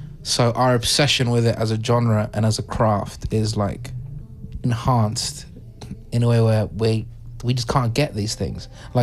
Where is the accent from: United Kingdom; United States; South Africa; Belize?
United Kingdom; oh my God, he's British?